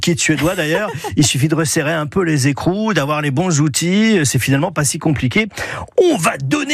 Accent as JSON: {"language": "French", "country": "France", "said": "Alors, étant donné que moi aussi, je suis Français, j'ai réfléchi à mon programme, évidemment."}